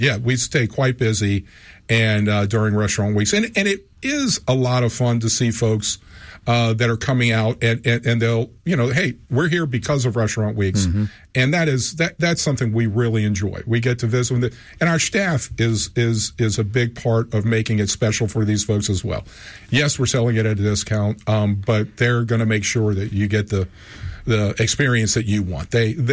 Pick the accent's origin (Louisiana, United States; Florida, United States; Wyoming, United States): Louisiana, United States; New Orleans; I'm a from New Orleans and grew up. Whenever you had gatherings, shrimp Creole was always one of our big feed dishes.